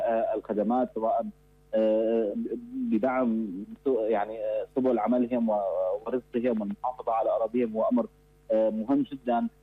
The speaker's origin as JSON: {"language": "Arabic", "country": "Syria", "said": "ومن جانب إنساني هو الجانب الأكثر إيلاما بالنسبة لنا كسوريين"}